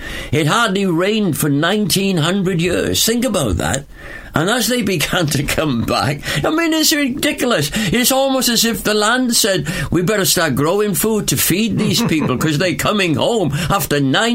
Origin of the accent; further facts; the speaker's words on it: Wales, United Kingdom; accent: Welsh; Well, I'm Welsh, if you can't tell that from my Welsh accent. So as a Welshman